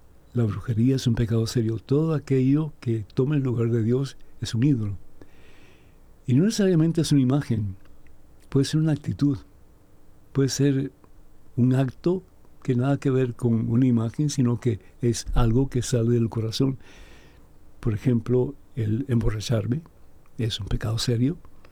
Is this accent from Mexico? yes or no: no; Cuba; moved away; mi país de origen, que es Cuba.